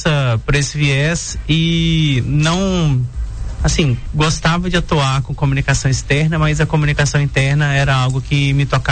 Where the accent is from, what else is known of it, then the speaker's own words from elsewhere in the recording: Carangola, Minas Gerais, Brazil; moved away as an adult; nasceu numa cidade do interior de Minas chamada Carangola e viveu lá até os 17 anos. Depois se mudou para Ipatinga para fazer a faculdade, no Unileste